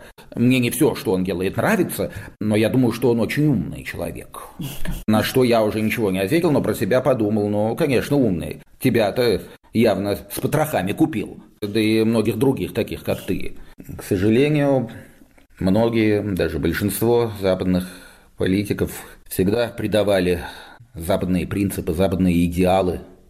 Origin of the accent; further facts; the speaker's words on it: Russia; Помнишь встречу с крупнейшим французским магнатом, который, зная, что я из России, спросил меня